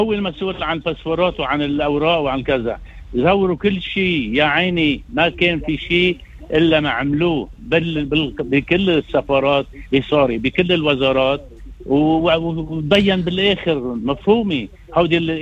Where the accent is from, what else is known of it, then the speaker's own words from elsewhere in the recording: Lebanon; بالنسبة للعفو القضاء عندنا بلبنان مشهور من قديم